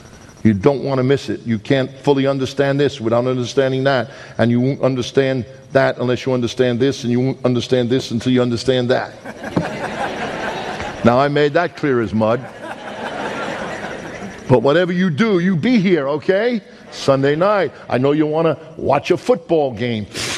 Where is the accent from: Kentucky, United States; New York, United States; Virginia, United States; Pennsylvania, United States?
New York, United States; I have to pray two prayers for the New York Giants. I'm a New Yorker.